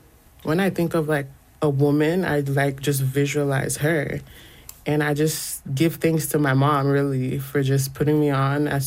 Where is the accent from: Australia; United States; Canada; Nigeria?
Nigeria; My mom would always bump … back home, which was so foreign because I'm Nigerian, and for the music to get all the way there at such a young age, too, at the time, Afrobeats, high life music was such a thing.